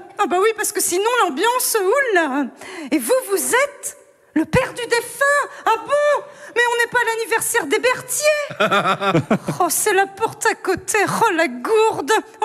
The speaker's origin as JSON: {"language": "French", "region": "Hauts-de-France", "country": "France", "accent": "ch'ti", "said": "je suis ch'ti."}